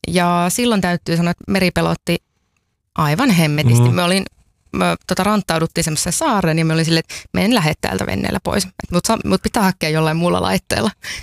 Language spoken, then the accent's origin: Finnish; Tohmajärvi, North Karelia, Finland; also born or lived in Joensuu; Joo, me on Tohmajärveltä kotoisin. Ja Joensuomi on semmoinen nuoruuden kaupunki.